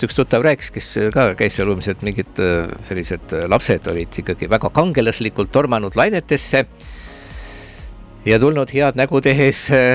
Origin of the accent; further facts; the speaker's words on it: Muhu, Saare County, Estonia; mina kui sünnipärane muhulane, mina tean, noh, muhulased on nagu väga edased, ega muhus sellist väga head randa ei ole, et seal minu kodukandis seal on kaks varianti, kas on väga kivine või on väga mudane.